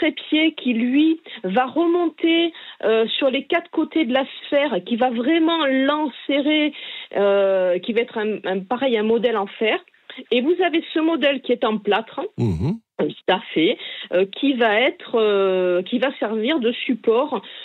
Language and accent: French; south of France, France; also born or lived in Paris; Alors, si, je suis pas née dans l'Aveyron, mais pas du tout. Alors, je vais vous faire rire parce que je suis née à Paris. Mais, oui. Mais je suis partie, je devais avoir 9 mois, je suis partie dans le sud de la France.